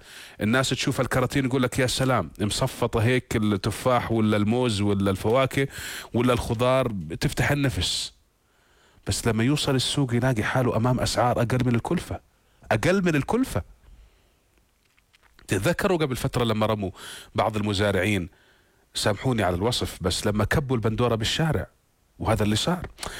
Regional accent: Jordan; نفتخر فيه ونعتز به كلنا كأردنيين

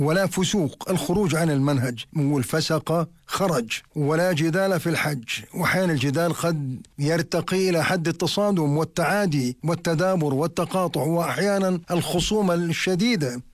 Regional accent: Amman, Amman Governorate, Jordan

